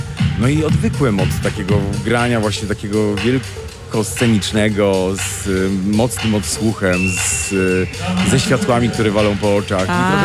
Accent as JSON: {"language": "Polish", "town": "Warsaw", "region": "Masovian Voivodeship", "country": "Poland", "said": "ja jestem warszawiakiem. Przyjechałem tutaj z Warszawy"}